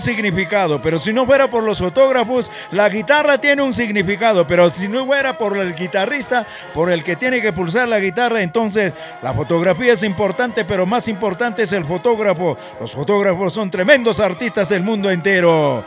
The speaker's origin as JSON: {"language": "Spanish", "town": "Collahuasi", "region": "Ancash", "country": "Peru", "said": "hablando de Collahuasi, una cancioncita más de mi tierra."}